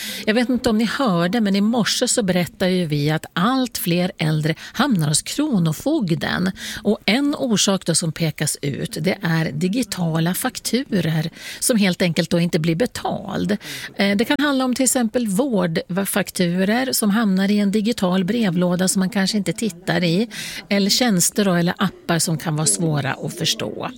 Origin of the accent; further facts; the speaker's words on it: Bollnäs, Gävleborg County, Sweden; jag kom ju från Bollnäs.